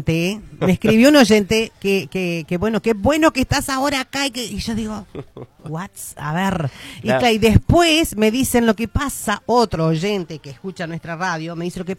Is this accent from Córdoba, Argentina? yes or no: yes; Córdoba, Argentina; moved away; porque tampoco soy nativa de acá, soy de Córdoba, pero bueno, ahora estamos acá, sí.